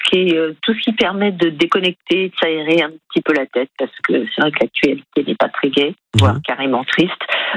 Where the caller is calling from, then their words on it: Nouvelle-Aquitaine, France; j'habite à Ourthe, dans le Médoc.